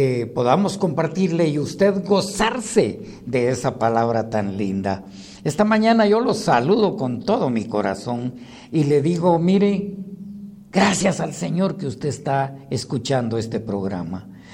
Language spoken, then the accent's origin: Spanish; Cuilco, Huehuetenango, Guatemala; born there; moved away; por allá por mi pueblo, Cuilco. Ah, ese es mi pueblo lindo, Cuilco. Yo soy de Cuilco, mis paisanos lindos.